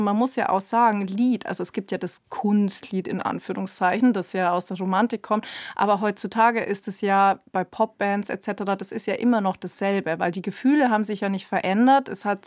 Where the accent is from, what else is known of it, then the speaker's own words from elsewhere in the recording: Straubing, Bavaria, Germany; moved away; ich bin gebürtige Straubingerin. Ich bin dort aufgewachsen, bin dort groß geworden. Und ich bin da auch einfach immer noch im Herzen daheim und bin da auch grundsätzlich sehr gerne.